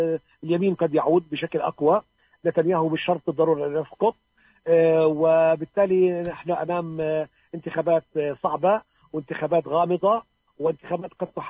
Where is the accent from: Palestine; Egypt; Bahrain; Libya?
Palestine; نحن كفلسطينيين